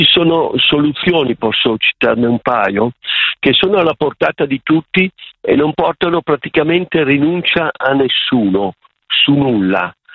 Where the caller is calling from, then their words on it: Milan, Lombardy, Italy; sono di Milano.